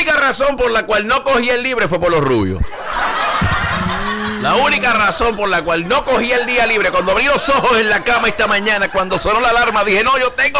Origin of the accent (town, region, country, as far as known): Puerto Rico